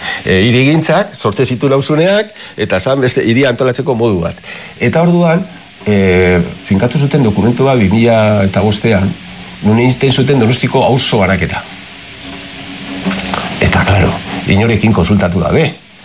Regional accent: Basque Country, Spain; born there; da gure aberria, osea, auzo hemengo gure auzoak hemen Herrera, Roteta

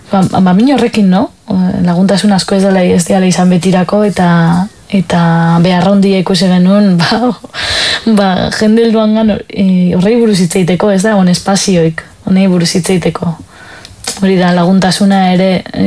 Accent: Zumaia, Basque Country, Spain; ni Zumaiarra naiz

